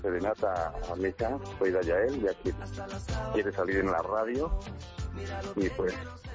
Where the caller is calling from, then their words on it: Tlalnepantla, State of Mexico, Mexico; De Tlaltepantla.